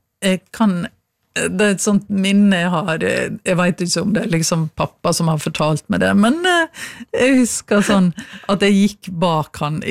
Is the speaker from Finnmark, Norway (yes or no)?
no; Stranda, Møre og Romsdal, Norway; stranda jo et eldorado å vokse opp I. Du har fjorden, men du også liksom Sunnmørsalpene, og det jo et massivt fjelllandskap rundt der jeg vokste opp.